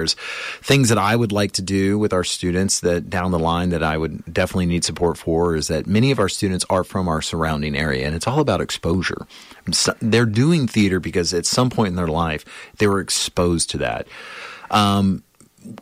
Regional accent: Texas, United States; moved away; I was from Texas, middle of nowhere Texas. You know, my I don't come from money in any way

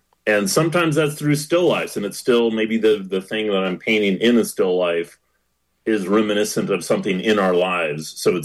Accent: California, United States; growing up on the West Coast

